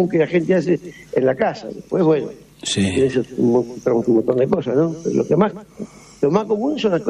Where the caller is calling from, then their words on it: La Plata, Buenos Aires Province, Argentina; En La Plata, ciudad de La Plata.